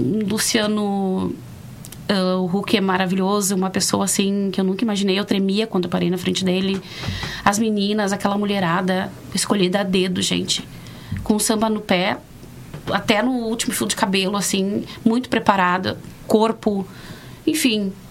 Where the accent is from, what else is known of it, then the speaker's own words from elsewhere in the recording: Rio Grande do Sul, Brazil; gaúcha, sou do Rio Grande do Sul